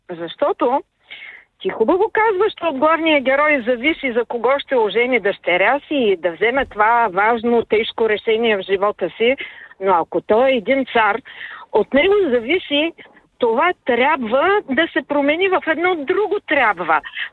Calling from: Burgas, Burgas Province, Bulgaria; от Бургас

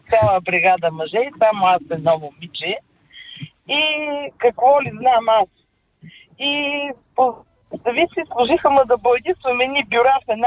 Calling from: Plovdiv, Plovdiv Province, Bulgaria; съм от Пловдив.

